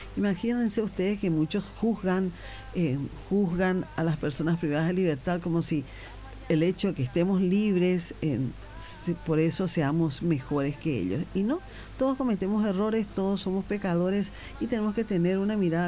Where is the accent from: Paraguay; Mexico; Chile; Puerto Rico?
Paraguay; así somos los paraguayos